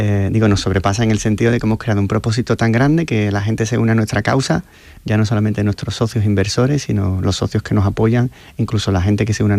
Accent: Seville, Andalusia, Spain; sabemos que somos sevillanos, que somos andaluces

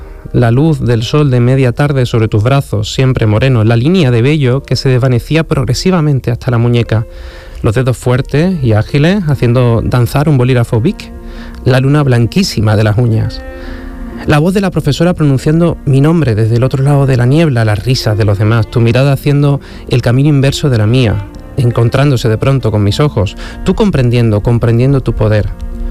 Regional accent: Huelva, Andalusia, Spain; yo creo que muchos andaluces, sobre todo los que somos fronterizos, ya sea que yo soy de Huelva, tenemos una pasión portuguesa inevitable, ¿no?

